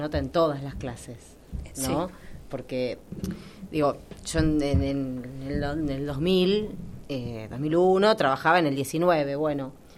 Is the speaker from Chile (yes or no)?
no; Argentina; nos hizo como más argentinos